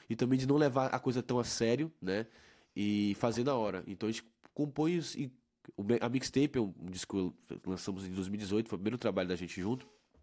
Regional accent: Castro Alves, Bahia, Brazil; also born or lived in Salvador / Santo Amaro da Purificação; eu nasci em Salvador, mas fui criado em Castro Alves

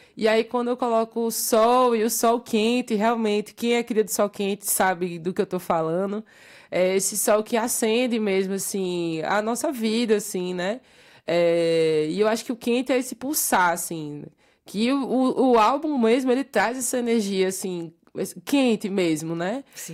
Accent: João Pessoa, Paraíba, Brazil; born there; capital mesmo, mas a minha família toda é do sertão da Paraíba, do Alto Sertão da Paraíba, então digamos que eu costumo dizer que eu fui criada no núcleo sertanejo da novela

